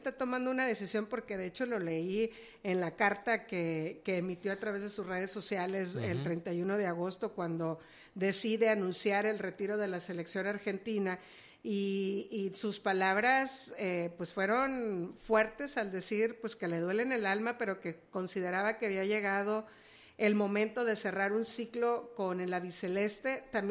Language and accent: Spanish; Mexico; a nosotros se nos durmió como mexicanos